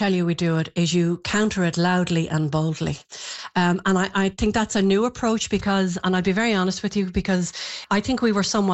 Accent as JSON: {"language": "English", "country": "Ireland", "said": "We completely agree, and I'm from Ireland."}